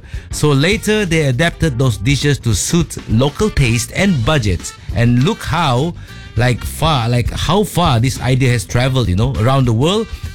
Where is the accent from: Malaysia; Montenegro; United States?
Malaysia